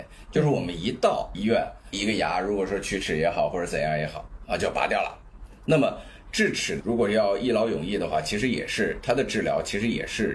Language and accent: Chinese; China; 我们中国人对于口腔的这个认知